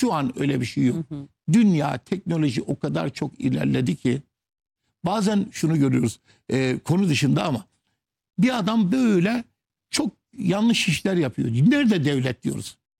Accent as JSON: {"language": "Turkish", "town": "Terme", "region": "Samsun", "country": "Turkey", "said": "Karadeniz'den getirdiğimiz. Ben Samsun Termeliyim."}